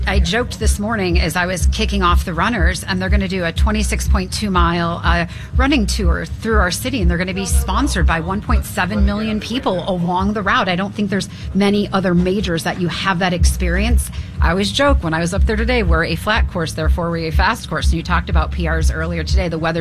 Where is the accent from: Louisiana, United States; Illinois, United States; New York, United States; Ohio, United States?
Illinois, United States; Chicago; as a Chicago native, I love showcasing my hometown